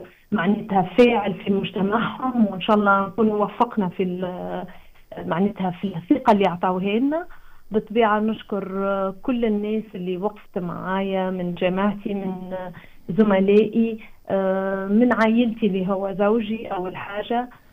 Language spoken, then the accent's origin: Arabic; Tunisia; moved away as an adult; now in Saudi Arabia; أنا من تونس العاصمة، من الوسط التونسي، من جنوب تونس، أنا واحدة من تونس الكل يعني، نمثل بلاد تونسية كاملة